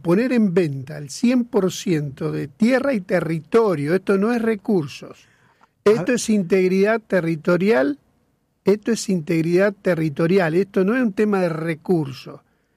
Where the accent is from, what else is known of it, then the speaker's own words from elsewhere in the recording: Santa Fe, Argentina; nosotros como santafesinos.